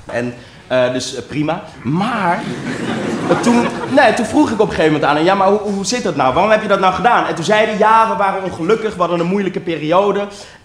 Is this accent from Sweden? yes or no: no; North Holland, Netherlands; Maar ik ben opgegroeid in het Gooi, snap je?